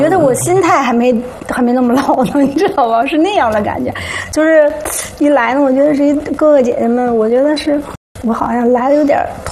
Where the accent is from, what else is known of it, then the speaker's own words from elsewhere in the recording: Beijing, China; 土生土长的北京人。